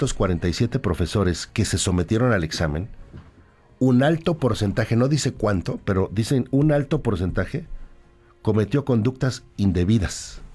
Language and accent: Spanish; Mexico; mexicanos.